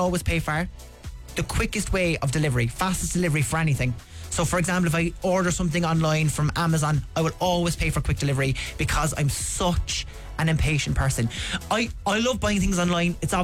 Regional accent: Cork, County Cork, Ireland; And I think maybe because I'm from Cork as well, it has to be Barry's.

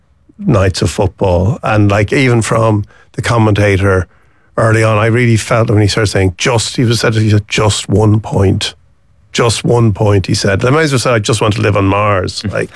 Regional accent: Ireland

